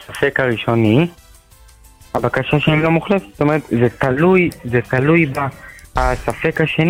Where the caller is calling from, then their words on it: Jerusalem, Jerusalem District, Israel; מאיפה אני? מירושלים.